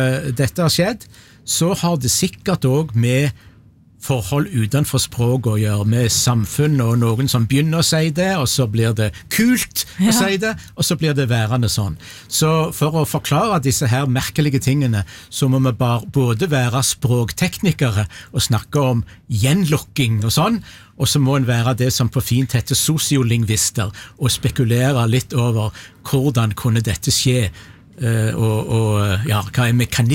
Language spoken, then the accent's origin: Norwegian; Egersund, Rogaland, Norway; men i Egersund, der jeg kommer ifra